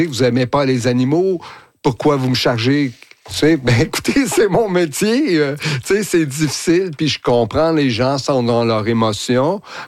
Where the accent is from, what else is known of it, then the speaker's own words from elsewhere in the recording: Sainte-Adèle, Quebec, Canada; moi, je suis de Sainte-Adèle